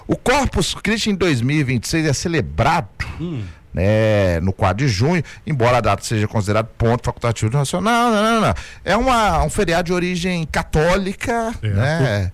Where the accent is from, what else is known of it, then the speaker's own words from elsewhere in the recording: Brazil; O dólar estava baixo, mas eu sou brasileiro e não abro.